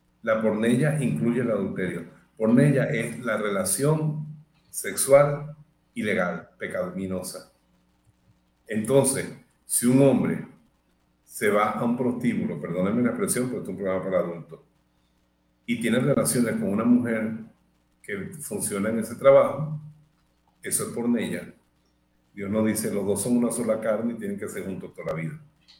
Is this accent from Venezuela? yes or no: yes; Venezuela; born there